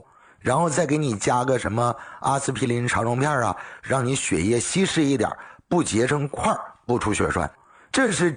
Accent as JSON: {"language": "Chinese", "region": "Northeast China", "country": "China", "tie": "born or raised there", "said": "用咱们老家的一句话来讲，开玩笑一样的吗？是不是？东北话来讲，这不有点扯吗？"}